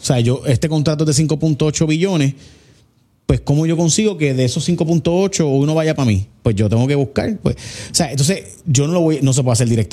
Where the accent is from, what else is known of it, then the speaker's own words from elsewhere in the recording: Puerto Rico; ¿Qué pasó, mi pueblo, mi país, mi gente tan adorada y querida?